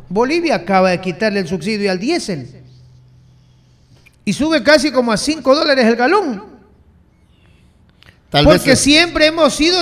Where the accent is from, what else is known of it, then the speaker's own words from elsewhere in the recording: Ecuador; Somos los ecuatorianos.